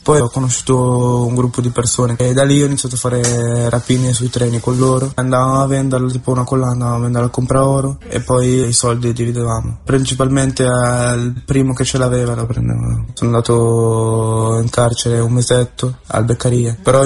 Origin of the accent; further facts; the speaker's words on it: Lecco, Lombardy, Italy; Io ho 17 anni, sono nato e cresciuto a Lecco